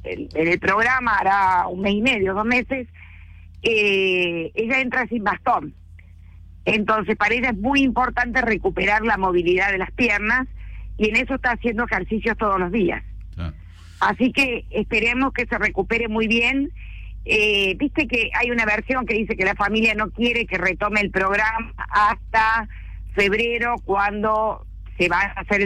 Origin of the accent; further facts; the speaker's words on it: Dolores, Buenos Aires Province, Argentina; si sale la corte igual que la semana pasada, por ejemplo, en mi pueblo Dolores, entonces se podría vender todo el pueblo a los extranjeros